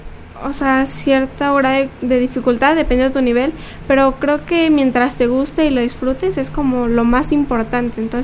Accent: Contla, Tlaxcala, Mexico; Tengo 15 años, soy de aquí de Tlaxcala, del municipio de Contla

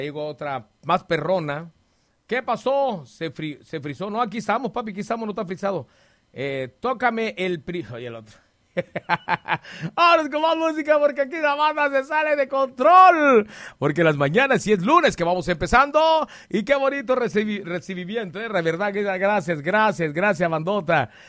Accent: Tampico, Tamaulipas, Mexico

